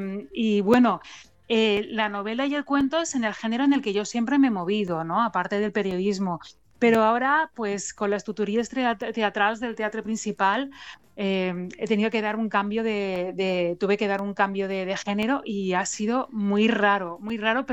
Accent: Andratx, Balearic Islands, Spain; que también era una novela de terror ambientada en Andratx, que es mi pueblo, ¿no?

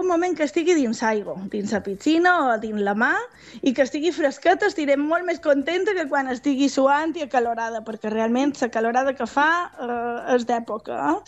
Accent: Magaluf, Balearic Islands, Spain; Jo vaig visc a Magaluf des dels 3 anys, o sigui, tota la vida d'aquí, i el meu fill ha nascut aquí i tots som de Magaluf, però a més tots ho reivindicam molt.

